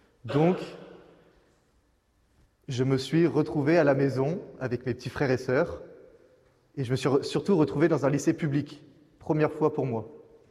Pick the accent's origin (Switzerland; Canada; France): France; Nouvelle-Aquitaine; Je suis du Poitou. J'habite dans un petit village qui s'appelle Blanzé, dans le 86. Petit village de 800 habitants, mais une grande paroisse.